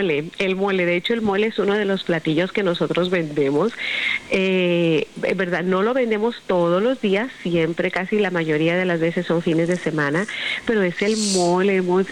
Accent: Tampico, Tamaulipas, Mexico; moved away as an adult; also born or lived in United States; now in Puerto Rico; nosotros cumplimos 4 años de haber llegado a Puerto Rico. Yo nací en Tampico, Tamaulipas, como decías hace un momento. Me crié por muchos años ahí. También tuve la experiencia de vivir en Estados Unidos

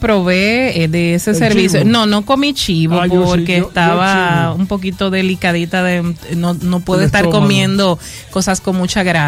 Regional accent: Dominican Republic; somos dominicanos

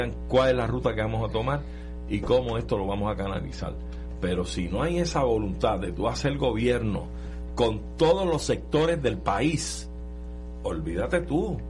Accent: Puerto Rico

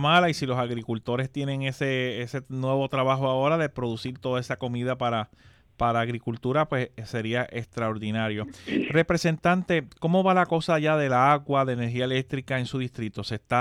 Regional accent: Puerto Rico; mi pueblo de Quebradía

